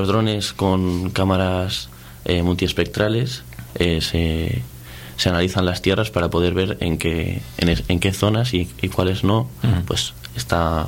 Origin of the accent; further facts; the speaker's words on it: Valladolid, Castile and León, Spain; moved away; yo vengo de Valladolid.